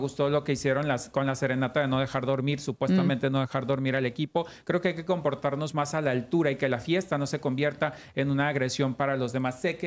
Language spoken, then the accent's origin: Spanish; Mexico; como mexicanos que somos los anfitriones de este juego